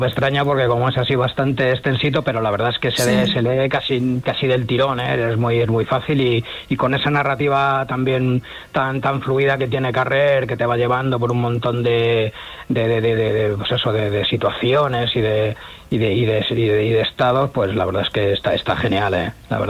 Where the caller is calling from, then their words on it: Ávila, Castile and León, Spain; llamo desde aquí, desde la Castilla Profunda casi, desde Ávila.